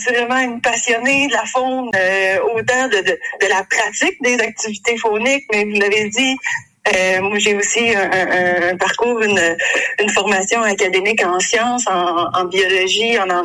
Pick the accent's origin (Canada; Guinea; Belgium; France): Canada; Saguenay, Quebec; moved away as an adult; now in Quebec City, Canada; Moi, je suis originaire de la belle région du Saguenay. Mmh. J'ai vécu là la plus grande partie de ma vie. Donc, ma famille qui est encore là. J'ai grandi. J'ai fait mon baccalauréat en biologie à l'Université du Québec à Chicoutimi.